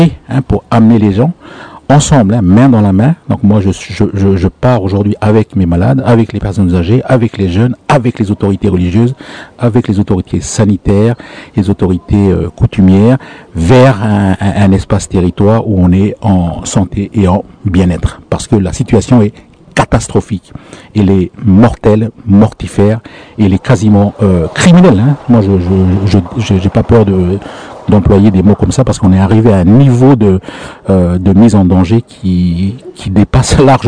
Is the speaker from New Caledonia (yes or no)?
yes; Lifou, Loyalty Islands Province, New Caledonia